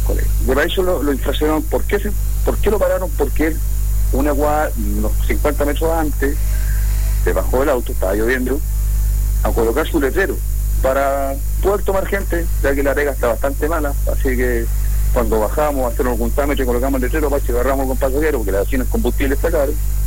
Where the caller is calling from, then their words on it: Coronel, Biobío, Chile; De acá, de Coronel.